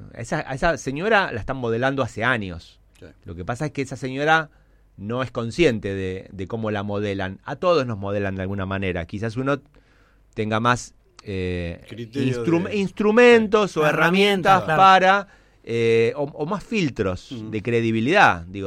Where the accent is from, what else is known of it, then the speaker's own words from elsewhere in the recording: Argentina; No somos los argentinos los sometidos a este nivel de desinformación.